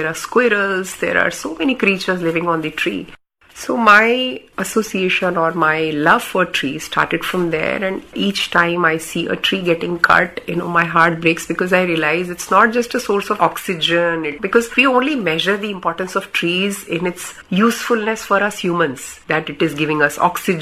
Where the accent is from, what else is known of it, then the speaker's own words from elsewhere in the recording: Delhi, India; Yeah, Delhi. I grew up in Delhi. This was the Delhi of the 80s.